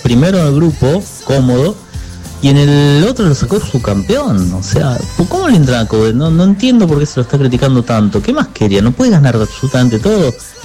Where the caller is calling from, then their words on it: Mar del Plata, Buenos Aires Province, Argentina; Mar del Plata.